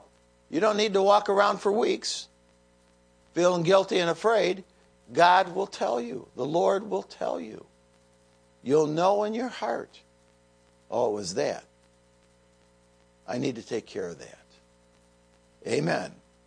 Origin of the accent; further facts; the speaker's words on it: United States; So as an American